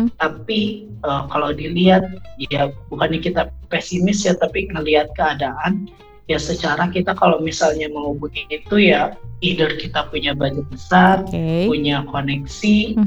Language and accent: Indonesian; Soreang, West Java, Indonesia; Oke, aku dari Bandung, tapi bukan Bandung kota ya sebenarnya. Tahu Ciwidey nggak?